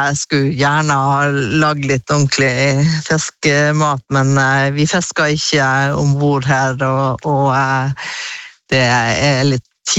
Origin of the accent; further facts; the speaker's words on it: Bø, Nordland, Norway; så har jeg jo vært med å eide en koordinatskjær hjemme i Bø.